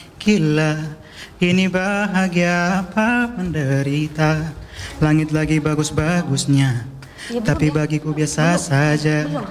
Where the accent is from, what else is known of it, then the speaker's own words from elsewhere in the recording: Pekanbaru, Riau, Indonesia; Saya berasal dari Pekanbaru.